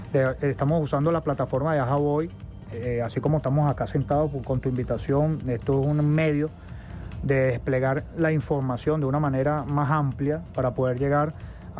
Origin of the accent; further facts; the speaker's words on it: La Guaira, Venezuela; soy de La Guaira, me duele La Guaira, y no solamente eso, me duele Venezuela.